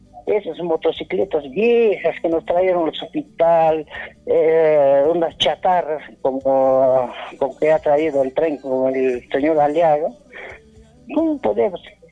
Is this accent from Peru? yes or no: yes; Peru; Somos peruanos.